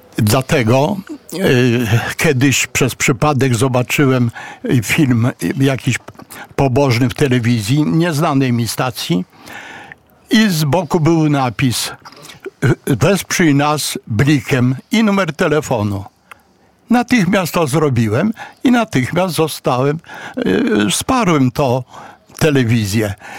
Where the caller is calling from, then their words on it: Warsaw, Masovian Voivodeship, Poland; z Żoliborza Warszawskiego.